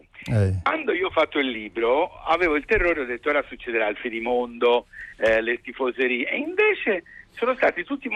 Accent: Florence, Tuscany, Italy; Io sono di Firenze.

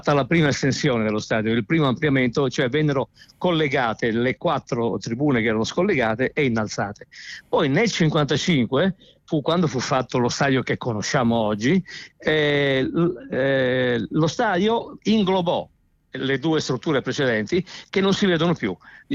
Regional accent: Tuscany, Italy; now in Milan, Italy; Io mi sono trasferito a Milano dalla Toscana nel 1981, quindi quest'anno faccio i 46 anni di presenza su questo stadio.

